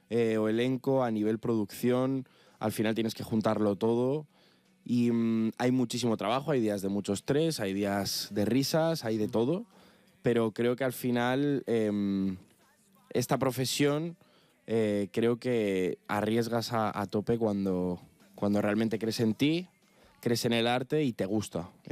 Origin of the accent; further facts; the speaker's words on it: Salamanca, Castile and León, Spain; also born or lived in Sion, Switzerland / Barcelona; now in Madrid, Spain; Me he criado aquí, en Barcelona, Salamanca y Madrid.